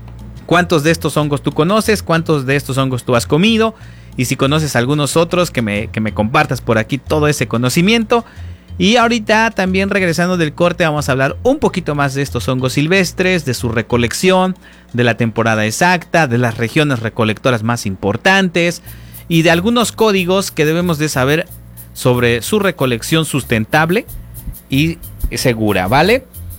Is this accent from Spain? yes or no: no; Mexico